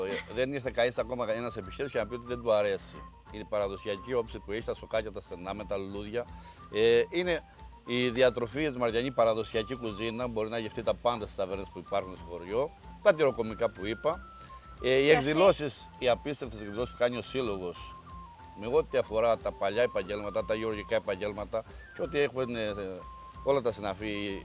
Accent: Smari, Crete, Greece; Επειδή το χωριό μου ήταν παλιά, μεγάλο χωριό, είχε και από όλα τα επαγγέλματα.

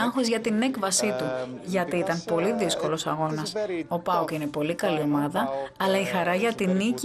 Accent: Netherlands; Είμαι από την Ολλανδία.

